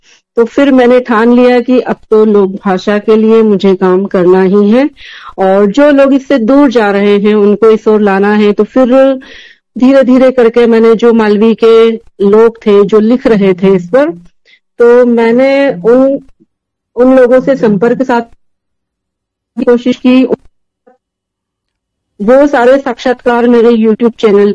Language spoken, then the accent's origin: Hindi; Agar Malwa, Madhya Pradesh, India; born there; मेरा जन्म आगर मालवा में हुआ